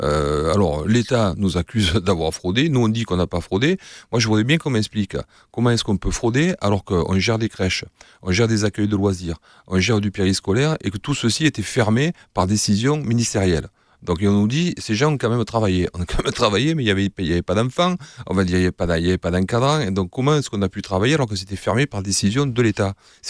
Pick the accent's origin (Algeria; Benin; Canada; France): France; Provence-Alpes-Côte d'Azur; accent: Var; Je suis attaché au Var parce que mon accent le démontre, déjà. On va dire, il n'est pas commun.